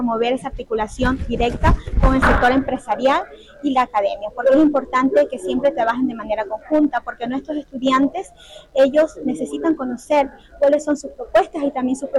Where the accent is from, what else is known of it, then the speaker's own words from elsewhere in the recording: Calceta, Manabí, Ecuador; Nosotros somos de Calceta y hemos decidido realizar este evento por segunda ocasión en la ciudad de Manta